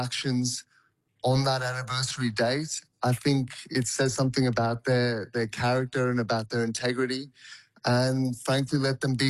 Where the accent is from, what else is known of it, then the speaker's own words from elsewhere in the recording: Australia; We're Australian Jews, and we advocate for our community